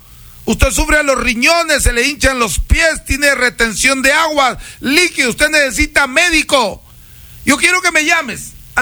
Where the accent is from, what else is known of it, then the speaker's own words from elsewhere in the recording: Peru; moved away; mi tierra natal, el Perú.